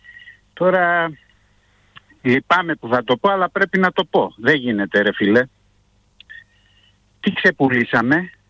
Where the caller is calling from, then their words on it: Greece; Είμαστε Έλληνες εμείς.